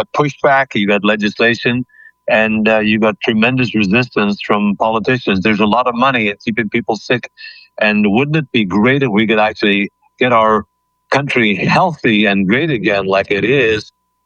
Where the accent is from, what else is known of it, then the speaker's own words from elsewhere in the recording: Ireland; now in United States; I'm an Irish citizen, as you know, though I'm living in the United States and have been so for 20 plus years.